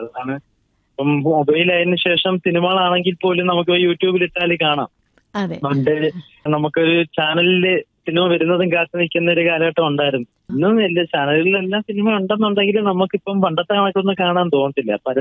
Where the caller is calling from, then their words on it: Kilikollur, Kerala, India; ഞാൻ കൊല്ലം ജില്ലയിലെ കിളികല്ലൂരിൽ നിന്നാണ് വിളിക്കുന്നത്.